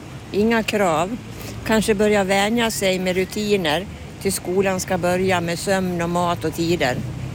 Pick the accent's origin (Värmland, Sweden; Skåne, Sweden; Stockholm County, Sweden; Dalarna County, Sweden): Dalarna County, Sweden; Rättvik; det var att bada i Siljan och vi gick i simskola där. Och sen är vi uppvuxen på lantbruksskolan, numera Stjärnöksgymnasiet.